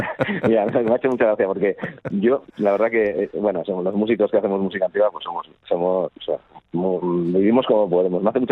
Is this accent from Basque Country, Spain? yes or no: yes; Basque Country, Spain; yo soy del País Vasco